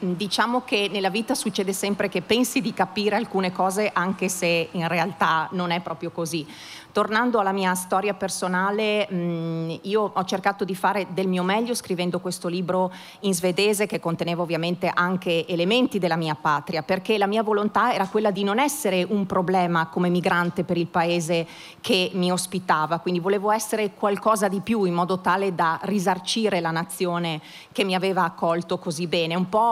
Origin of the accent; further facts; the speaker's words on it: Greece; now in Sweden; perché mi rendo conto che io sarò sempre un greco, sarò sempre figlio di una madre e di un padre greco.